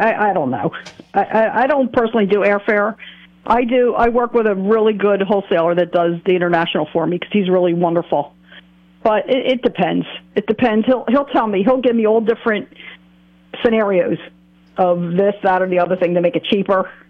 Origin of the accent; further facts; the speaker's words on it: New Jersey, United States; I'm from Jersey, yeah, mm-hmm, with this accent.